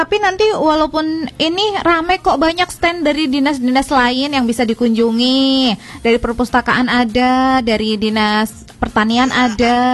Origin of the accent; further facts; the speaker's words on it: Cilacap, Central Java, Indonesia; Kita kan orang Cilacap